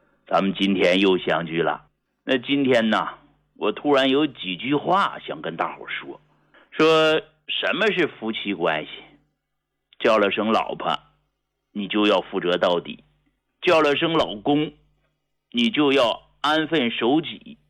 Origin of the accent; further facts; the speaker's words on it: Jilin, China; 白城啊是个市，是属于咱们吉林省 下边的一个市。